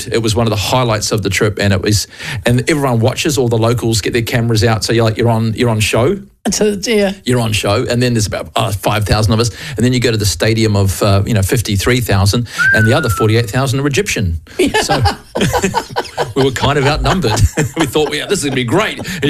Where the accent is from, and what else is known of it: New Zealand